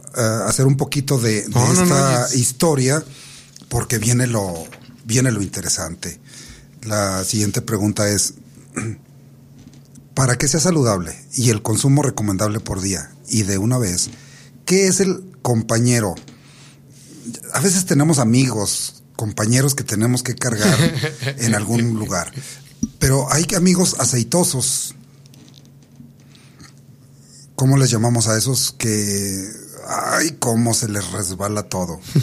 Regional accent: Mexico

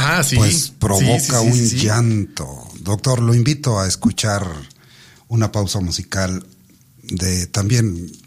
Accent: Mexico

